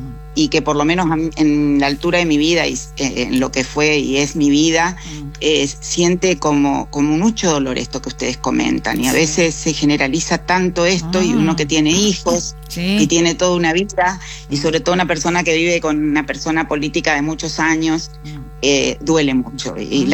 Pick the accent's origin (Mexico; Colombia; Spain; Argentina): Argentina; Chaco; also born or lived in Formosa; yo que soy criada, prácticamente yo soy de Chaco por todo lo que he pasado en la vida